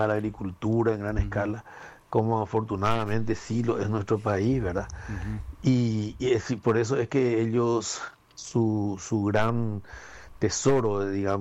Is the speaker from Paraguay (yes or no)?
yes; Paraguay; Así que como paraguayo me siento realizado de este logro